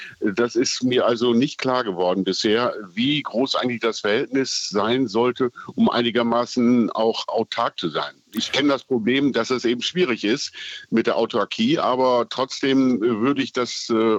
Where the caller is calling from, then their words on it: Berlin, Germany; Berlin. Als Berliner